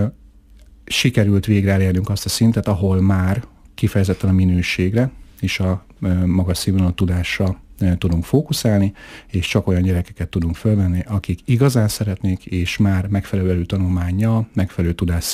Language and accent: Hungarian; Miskolc, Borsod-Abaúj-Zemplén, Hungary; úgyhogy ide jártam, itt éltem, itt nőttem föl.